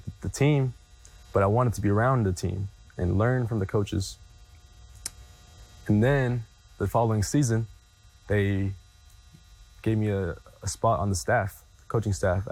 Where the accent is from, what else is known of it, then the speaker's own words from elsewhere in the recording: Texas, United States; also born or lived in California; I moved to Texas when I was only 4.